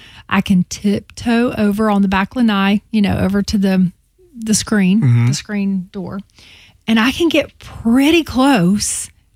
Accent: the South, United States; I was raised in the South.

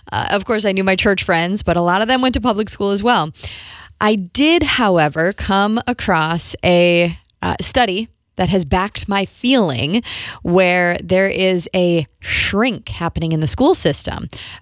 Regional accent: Midwest, United States; moved away as an adult; now in Florida, United States; I grew up in the Midwest, and now our home base is here in Florida.

